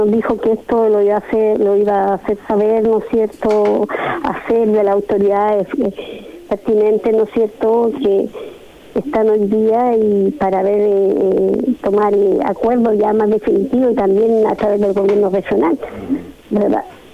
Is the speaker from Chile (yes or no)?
yes; Viña del Mar, Valparaíso, Chile; somos de Viña. Nosotros estamos acá en Viña